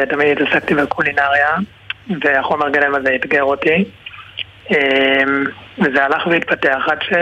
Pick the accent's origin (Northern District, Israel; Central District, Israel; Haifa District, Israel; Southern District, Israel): Northern District, Israel; Yonatan; כן, אנחנו מיונתן, במקור מיונתן.